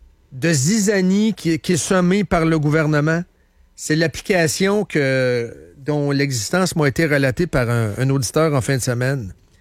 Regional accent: Canada; Moi aussi, j'ai droit. Moi, je suis un Canadien.

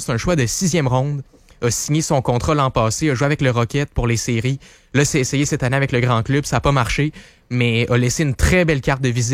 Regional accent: Canada

